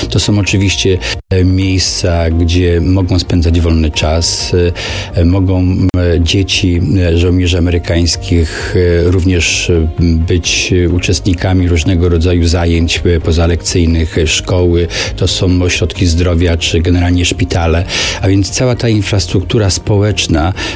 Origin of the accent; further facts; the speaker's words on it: West Pomeranian Voivodeship, Poland; Ja bardzo optowałem za wariantem szczecińskim, nie tylko dlatego, że pochodzę z tego regionu